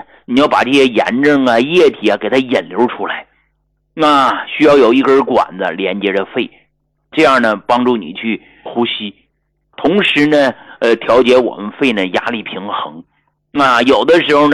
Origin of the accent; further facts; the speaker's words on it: Northeast China, China; 咱们东北人讲话了，不小心呢给卡秃噜皮了